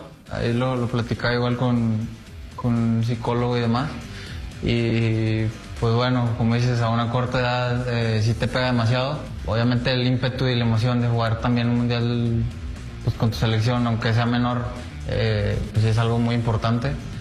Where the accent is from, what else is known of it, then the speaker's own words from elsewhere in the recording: Mexico; somos mexicanos, somos un país que está muy unido